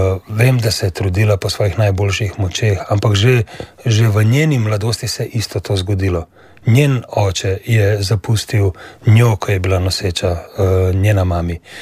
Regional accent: Ljubljana, Slovenia; born there; Ja, rodil sem se v Ljubljani kar nekaj let nazaj, bom rekel.

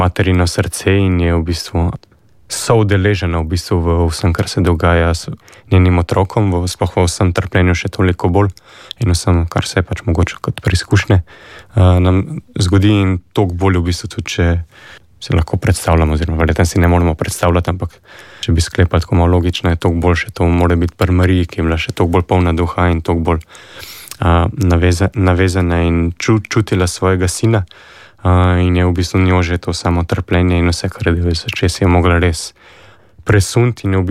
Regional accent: Ljubljana, Central Slovenia, Slovenia; ker sem iz Ljubljane

